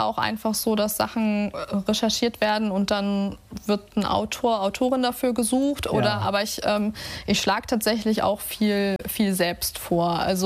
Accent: Kiel, Schleswig-Holstein, Germany; Und ich habe Großteil meiner Kindheit in Suxdorf verbracht.

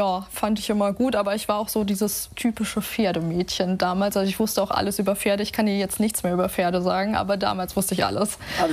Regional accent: Kiel, Schleswig-Holstein, Germany; also born or lived in Preetz / Ascheberg; Wir haben erst in Ascheberg gewohnt, dann in Preetz später und dann in Kiel. Also eigentlich irgendwie seit dem Kindergarten schon in Kiel.

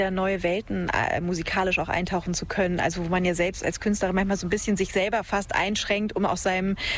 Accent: Germany; also ich lerne ganz viel auch über meine eigene Geschichte so ein bisschen als Friesin. Ich bin zwar nicht von Föhr, aber trotzdem gehört das ja auch zu mir

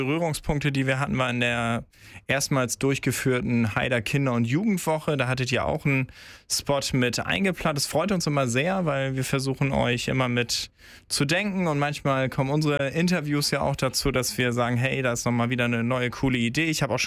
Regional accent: Brunsbüttel, Schleswig-Holstein, Germany; Als gebürtiger Brunsbüttler

